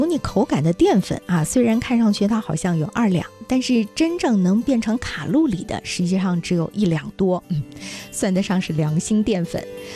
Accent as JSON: {"language": "Chinese", "region": "Yunnan", "country": "China"}